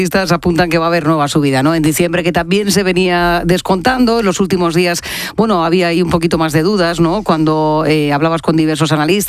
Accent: Jumilla, Region of Murcia, Spain; moved away; desde mi tierra querida, desde Murcia, en Jumilla

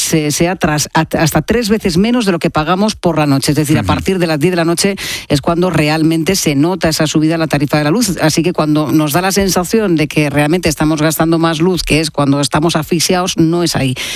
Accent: Region of Murcia, Spain; lo que hemos hecho toda la vida en el sur, si es que los murcianos esto no lo sabemos muy bien.

